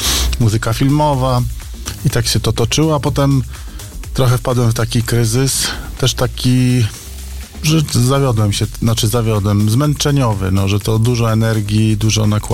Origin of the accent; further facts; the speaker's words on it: Limanowa, Lesser Poland, Poland; Znaczy, pochodzę spod Limanowej, to w Limanowej się uczyłem w szkole muzycznej, ale na klarnecie.